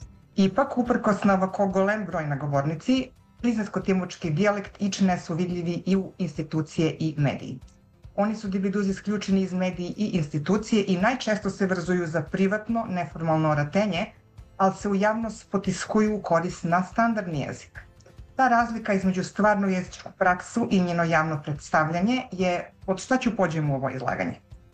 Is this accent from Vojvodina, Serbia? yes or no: no; Niš, Nišava District, Serbia; now in United States; Rođena sam u Niš, gde sam živela do pre 10 godine, kad sam se sa porodicu preselila u Sjedinjene Američke Države, gde i dan danas rabotim i živim.